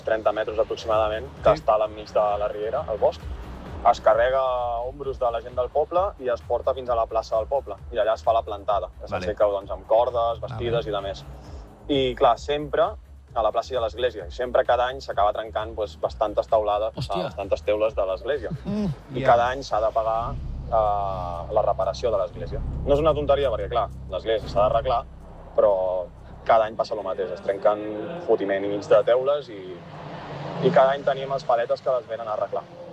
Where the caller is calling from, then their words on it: Òrrius, Catalonia, Spain; en el meu poble, que és Òrrius, al Maresme